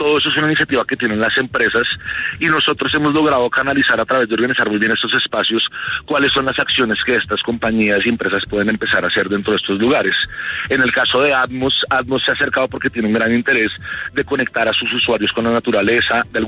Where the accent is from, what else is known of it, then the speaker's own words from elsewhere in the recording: Bogotá, Colombia; para que en verdad podamos en verdad identificarnos como bogotanos, colombianos, y encontrar el valor de lo que tenemos.